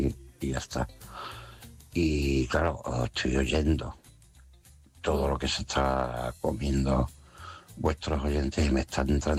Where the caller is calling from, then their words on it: Badajoz, Extremadura, Spain; de Badajoz.